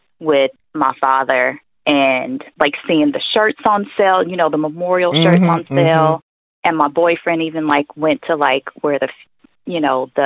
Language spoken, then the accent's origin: English; Kentucky, United States; also born or lived in Louisville, Kentucky; so I grew up really about in Gustin, Kentucky.